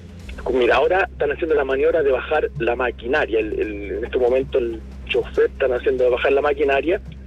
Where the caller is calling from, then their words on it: Requínoa, O'Higgins, Chile; te llamo de la comuna de Requinoa, en la ruta interior que va hacia Requinoa.